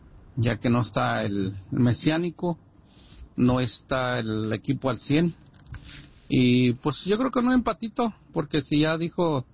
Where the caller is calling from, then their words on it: Mexico; Aunque como hispanos o mexicanos